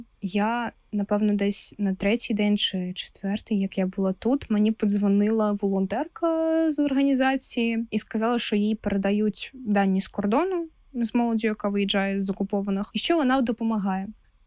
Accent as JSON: {"language": "Ukrainian", "region": "Crimea", "country": "Ukraine", "tie": "born or raised there", "moved": "as an adult", "lives_now": "Kyiv, Ukraine", "said": "Я б дуже сильно хотіла, щоб в мене прописка стояла в Криму, в моєму рідному місті, в моєму рідному домі."}